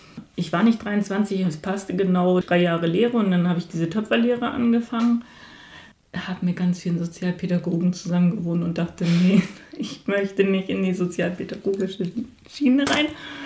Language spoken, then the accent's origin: German; Lower Saxony, Germany; born there; moved away; Ich bin ständig unterwegs gewesen. Also meine längste Zeit, dass ich irgendwo wohne, ist wirklich Doebes. Und geboren bin ich in Ostfriesland.